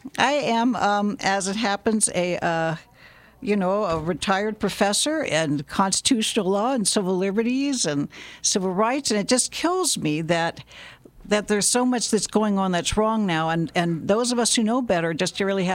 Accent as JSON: {"language": "English", "country": "United States", "said": "But some depends on our awareness as the American electorate."}